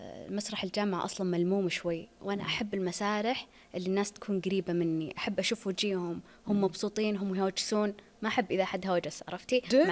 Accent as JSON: {"language": "Arabic", "country": "Saudi Arabia", "said": "لا أنا سعودية"}